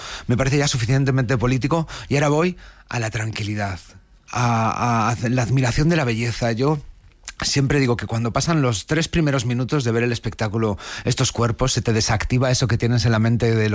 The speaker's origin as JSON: {"language": "Spanish", "town": "Valladolid", "region": "Castile and León", "country": "Spain", "said": "Yo soy de pueblo, soy de Valladolid, y el folclore también lo tengo muy arraigado"}